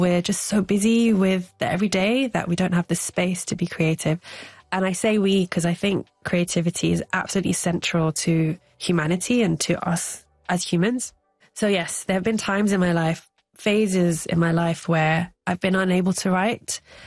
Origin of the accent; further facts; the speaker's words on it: India; It's a poem about a ritual that I had as a child, that was part of my identity as an Indian, that I actively kind of, as I grew up, was teased about it, and I actively erased it from my life.